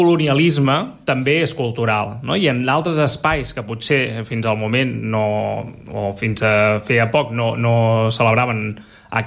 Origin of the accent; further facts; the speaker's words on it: Munich, Bavaria, Germany; Bueno, jo sóc aquí de Múnich de tota la vida